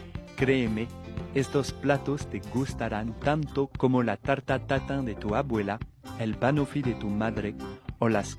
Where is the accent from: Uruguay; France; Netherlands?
France; soy de Francia, y finalmente … tengo 9 años.